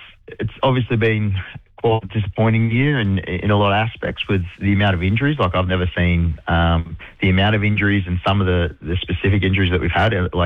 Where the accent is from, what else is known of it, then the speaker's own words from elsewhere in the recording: Singleton, New South Wales, Australia; also born or lived in Maitland; Growing up, I'm actually from Singleton originally. I was born in Maitland, grew up in Singleton, and a fellow by the name of Steve Simpson also comes from Singleton